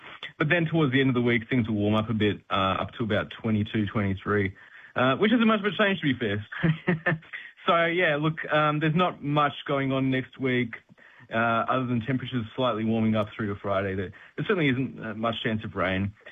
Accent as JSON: {"language": "English", "region": "New South Wales", "country": "Australia", "lives_now": "Western Australia", "said": "Well, maybe it is a West Australia thing. See, I'm from New South Wales."}